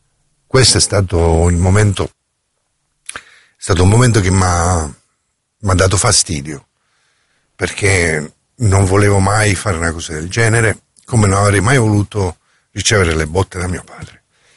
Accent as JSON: {"language": "Italian", "region": "Apulia", "country": "Italy", "moved": "as an adult", "lives_now": "Milan, Italy", "said": "Sono pugliese, sono della zona nord della Puglia, per non fare discriminazione alla zona indicativa solo, no. E sono, cioè ad esempio mia mamma era del Gargano e mio padre era della Capitanata di San Severo."}